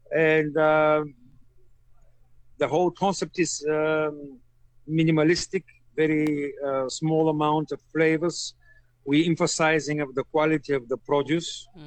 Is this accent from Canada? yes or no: no; Bulgaria; now in South Africa; Well, I am Bulgarian. Oh. I've been for some time in South Africa since 1996.